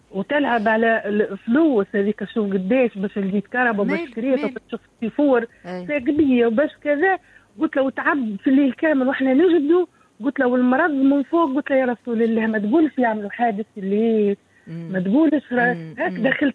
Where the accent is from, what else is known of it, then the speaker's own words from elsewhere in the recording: southern Tunisia, Tunisia; born there; moved away; وانا نكون في الجنوب اصلي من الجنوب